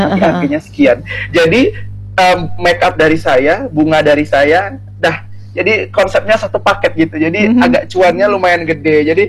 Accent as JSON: {"language": "Indonesian", "town": "Surabaya", "region": "East Java", "country": "Indonesia", "said": "Tapi saya dari Surabaya, saya kenal nih."}